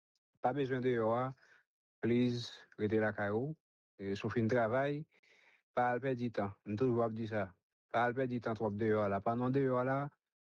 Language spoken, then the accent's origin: French; Haiti; Parce que tout en tant que Haïtien pour être capable de prendre conscience, pour peut-être pas, pour connaître qui destination qu'il y a gain